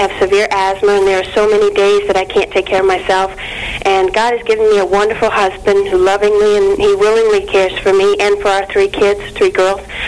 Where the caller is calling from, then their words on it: Ridgecrest, California, United States; I'm calling from Ridgecrest, California.